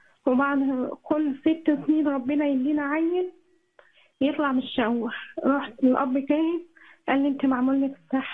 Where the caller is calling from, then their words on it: Abu El Matamir, Beheira, Egypt; من البحيرة.